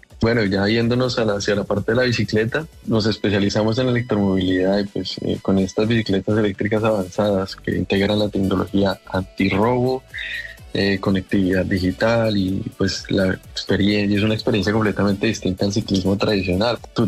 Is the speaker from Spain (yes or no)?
no; Colombia; moved away; A todos mis compatriotas colombianos que están en el exterior